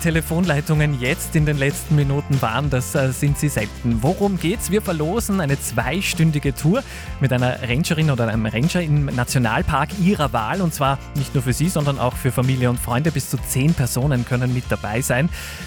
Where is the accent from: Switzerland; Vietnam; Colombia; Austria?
Austria; Carinthia; als Kärntner weiß ich natürlich Hohe Tauern